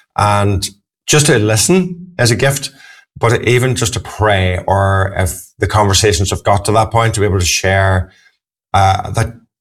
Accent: Northern Ireland, United Kingdom; now in Sheffield, United Kingdom; I live in Sheffield, but the accent might give me away as being from Northern Ireland originally. Live in Sheffield. Part of a community there. I live in a shared house.

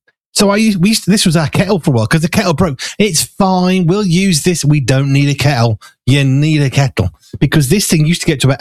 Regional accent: Midlands, United Kingdom; I was brought up in the Midlands

